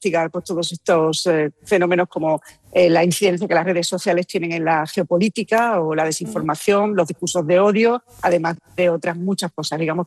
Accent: Ceuta, Spain; moved away; Yo soy de Ceuta y, bueno, yo soy periodista

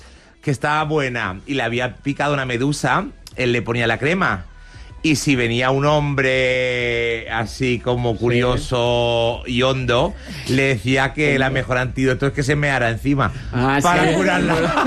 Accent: Balearic Islands, Spain; A ver, yo soy de Menorca. He visto cucarachas lo más grande.

